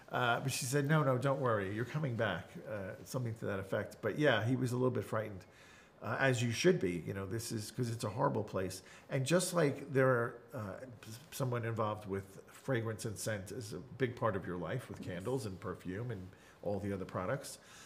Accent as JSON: {"language": "English", "area": "Long Island", "region": "New York", "country": "United States", "tie": "born or raised there", "said": "when I was a lifeguard growing up on Long Island."}